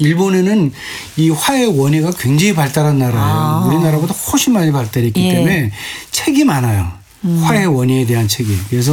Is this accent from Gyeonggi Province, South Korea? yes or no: no; Seoul, South Korea; 제 어렸을 때 정릉은 완전히 시골이에요.